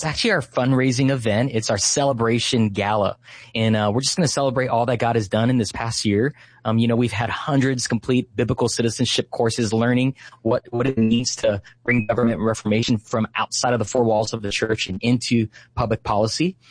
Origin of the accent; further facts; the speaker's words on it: Hawaii, United States; And the reason why it's on Maui is I'm born and raised on Maui. I'm a local boy here.